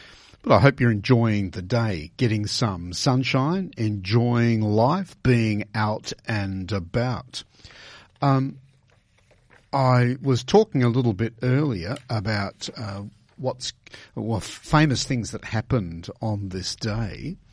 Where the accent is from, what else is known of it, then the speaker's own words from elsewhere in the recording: Australia; as an Australian